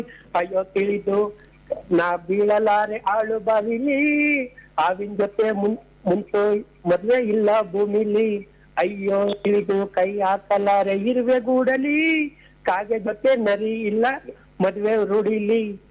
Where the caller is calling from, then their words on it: Bengaluru, Karnataka, India; ಬೆಂಗಳೂರಿನಿಂದ